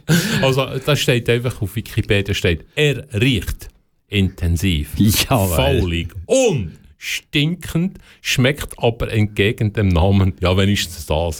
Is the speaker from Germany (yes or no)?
no; Switzerland; You are from Sweden oder Switzerland, also eigentlich immer umgekehrt. Die Leute haben immer das Gefühl, wir kommen aus Schweden, wo das sehr ähnlich tönt.